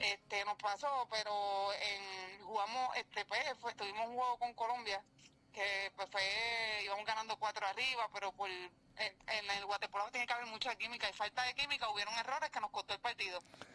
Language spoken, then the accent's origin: Spanish; Puerto Rico; Y soy bien puertorriqueña